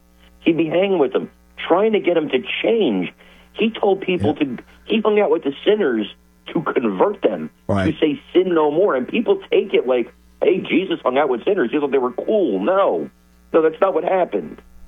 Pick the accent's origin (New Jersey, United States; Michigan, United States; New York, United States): New Jersey, United States; Newark; born or raised there